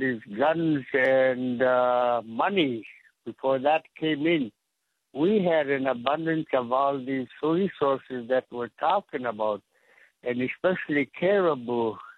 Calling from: New Stuyahok, Alaska, United States; I am from New Stuyuhok, a way to go down river. It's what it means in English. Stuyuhok in Yupik language means to go down river, the way to go down river.

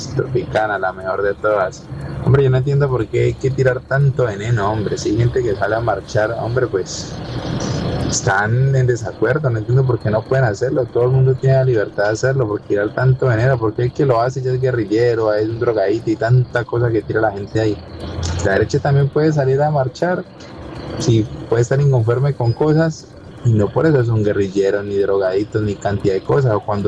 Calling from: Colombia; Nosotros somos colombianos

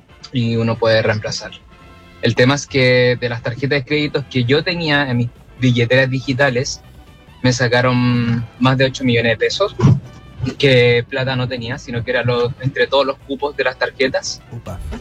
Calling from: Antofagasta, Chile; yo soy de Antofa

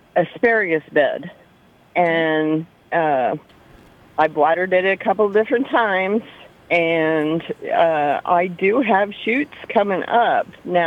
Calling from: Fairbury, Nebraska, United States; I'm calling from Fairbury.

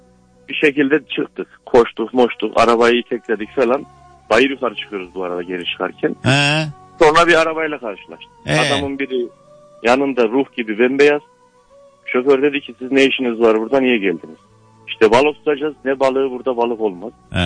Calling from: Ankara, Turkey; ben Ankara'dan.

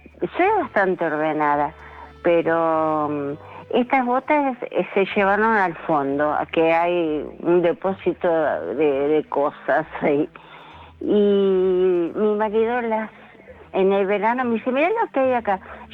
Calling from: San Miguel, Buenos Aires Province, Argentina; de San Miguel.

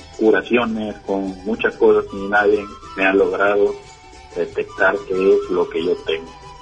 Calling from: Sherman, Texas, United States; De Sherman.

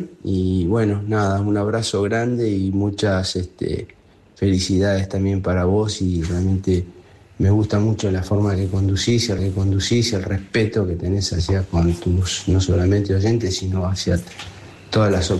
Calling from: Buenos Aires, Argentina; Yo vivo en Belgrano, Buenos Aires.

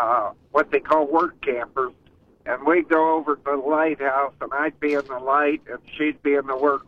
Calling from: Boardman, Ohio, United States

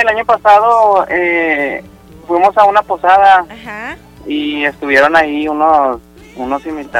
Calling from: Monterrey, Nuevo León, Mexico; De aquí, de Monterrey.

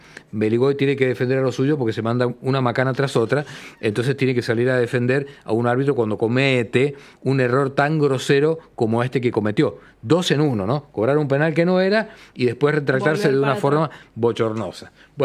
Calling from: Rivadavia, Mendoza, Argentina; de Rivadavia.

